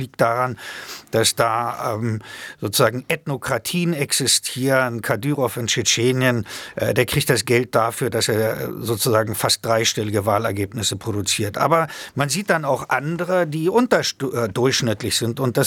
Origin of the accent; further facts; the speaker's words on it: Germany; ich bin in der DDR groß geworden